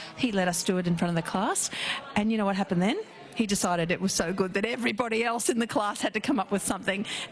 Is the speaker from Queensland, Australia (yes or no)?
yes; Brisbane, Queensland, Australia; I grew up in Brisbane.